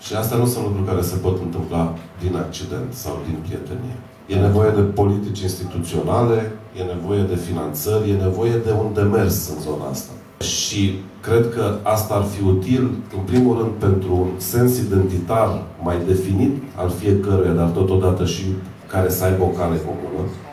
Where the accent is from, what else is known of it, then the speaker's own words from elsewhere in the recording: Vișeu de Sus, Maramureș County, Romania; pe Valea Vaserului, de unde sunt eu, din Vișeul de...